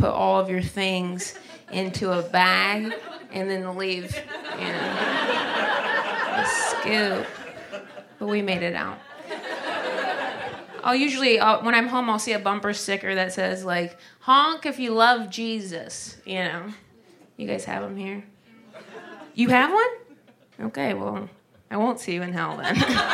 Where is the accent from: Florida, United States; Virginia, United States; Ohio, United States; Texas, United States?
Ohio, United States; Whenever I'm home in Ohio, which is, I'm from Ohio, so it's shocking.